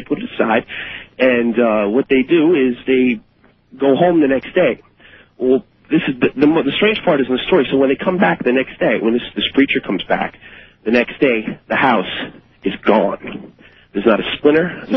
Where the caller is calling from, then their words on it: New Jersey, United States; I'm from New Jersey.